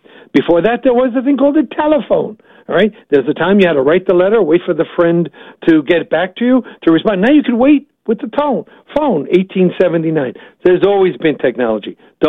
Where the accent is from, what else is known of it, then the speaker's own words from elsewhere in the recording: New York, United States; now in Chicago, United States; I'm from New York